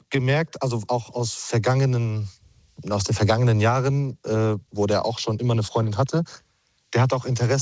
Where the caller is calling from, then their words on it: Bad Homburg, Hesse, Germany; Rufe aus Bad Homburg an.